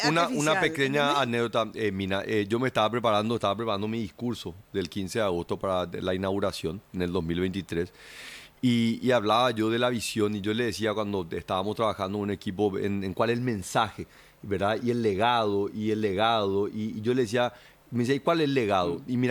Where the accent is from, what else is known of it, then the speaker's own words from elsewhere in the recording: Paraguay; entre nosotros, los paraguayos, somos muy críticos entre nosotros